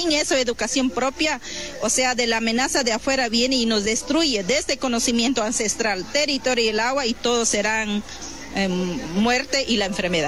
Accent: Pastaza, Ecuador; Soy mujer Waurani de Pastaza

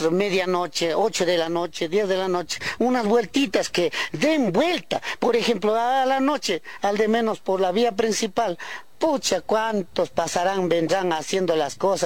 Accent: Cotopaxi, Ecuador; la mayoría estamos aquí en Santa Rosa de Pichul, por ejemplo de aquí al lado, somos de Huangaje, Tihua, Guayama, Chukchilán, Moreta, Zumbagua, Huantopol

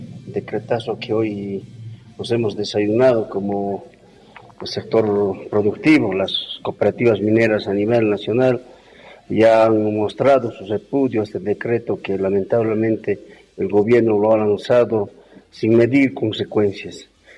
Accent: Bolivia; como bolivianos, nosotros nos sentimos nuevamente afectados.

